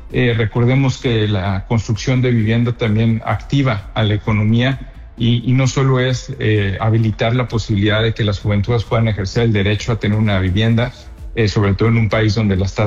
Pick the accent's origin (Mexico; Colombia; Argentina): Mexico; nos une a todos como mexicanos y como mexicanas